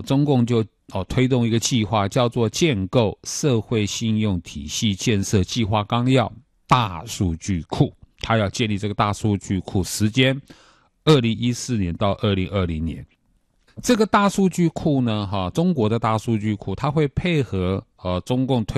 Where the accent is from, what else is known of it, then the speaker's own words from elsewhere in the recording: Taiwan; 这个也造成我们台湾人很多的困扰